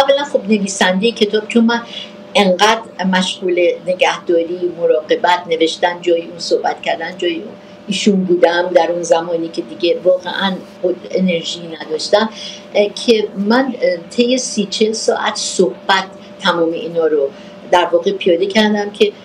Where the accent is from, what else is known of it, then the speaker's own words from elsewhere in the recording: Iran; به عنوان یک ایرانی